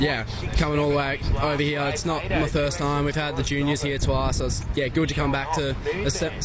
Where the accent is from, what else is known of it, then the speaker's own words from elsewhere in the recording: Margaret River, Western Australia, Australia; I'm from Margaret River.